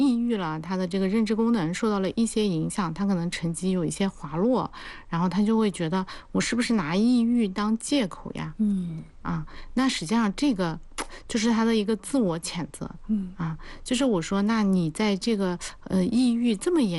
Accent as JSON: {"language": "Chinese", "country": "China"}